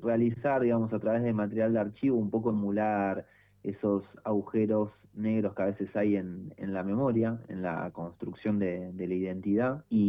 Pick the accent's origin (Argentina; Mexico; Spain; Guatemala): Argentina; Villa Sarmiento, Buenos Aires Province; also born or lived in Ciudadela; Yo soy de Villa Sarmiento, esos partidos de Morón